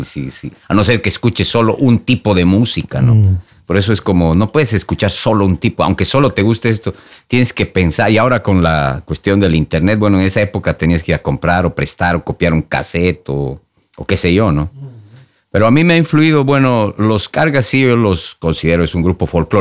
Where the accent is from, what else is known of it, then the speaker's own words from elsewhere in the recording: Sucre, Chuquisaca, Bolivia; now in Oslo, Norway; Me dediqué a renacer un poco aquí en Oslo, pero soy de Bolivia, sí, de las montañas.